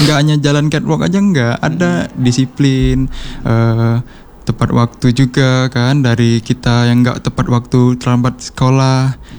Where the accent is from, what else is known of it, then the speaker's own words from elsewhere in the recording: Palembang, South Sumatra, Indonesia; Asli orang Palembang.